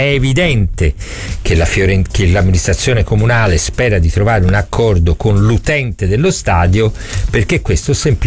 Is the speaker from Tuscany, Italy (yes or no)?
yes; Florence, Tuscany, Italy; No, ma fatemi dire, fortunatamente, ragazzi, io sono fiorentino